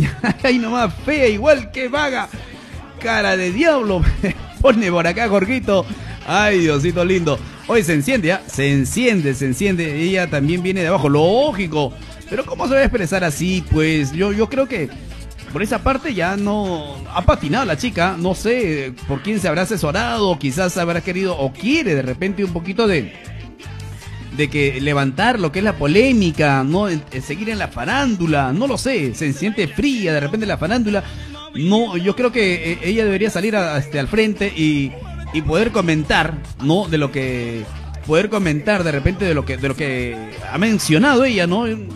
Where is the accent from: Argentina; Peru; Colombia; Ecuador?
Peru; Somos peruanos, hermano, lógico.